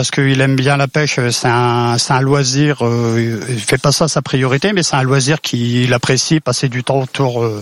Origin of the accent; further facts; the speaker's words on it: Aniche, Hauts-de-France, France; Nous, on vient de la ville d'Aniche, à côté de Valenciennes, dans le nord de la France.